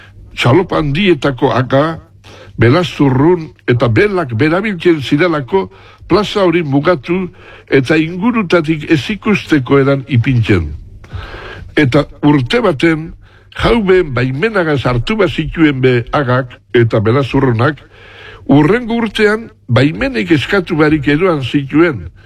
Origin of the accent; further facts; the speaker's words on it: Ondarroa, Basque Country, Spain